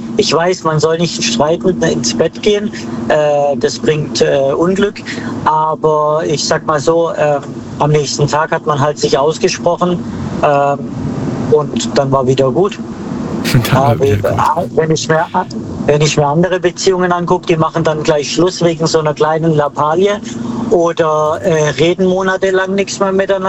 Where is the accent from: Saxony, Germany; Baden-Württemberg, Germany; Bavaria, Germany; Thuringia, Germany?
Baden-Württemberg, Germany; Aus dem Schwarzwald.